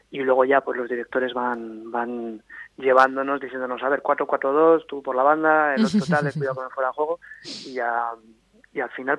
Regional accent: Logroño, La Rioja, Spain; yo soy de Logroño

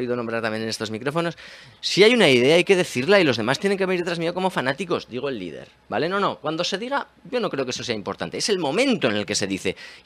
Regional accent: Aragon, Spain; Yo sí que puedo decir lo que tengo 16 apellidos aragoneses, no 8 apellidos vascos. Y cuando veo que mi tierra, pues hombre, me gustaría que nacieran muchos aragonesitos

